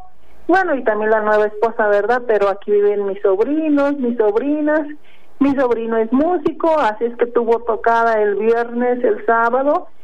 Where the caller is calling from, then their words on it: Colotlán, Jalisco, Mexico; Salí de Nayarit el 7 y me encuentro aquí en Colotlán, Jalisco. Parece que es zona, parte norte del estado de Jalisco